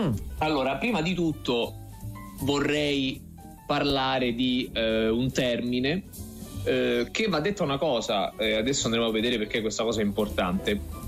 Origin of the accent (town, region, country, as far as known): Apulia, Italy